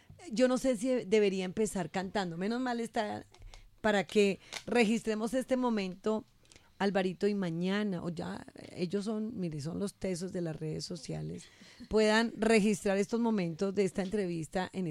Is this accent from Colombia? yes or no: yes; Colombia; somos unos colombianos que damos muchísimo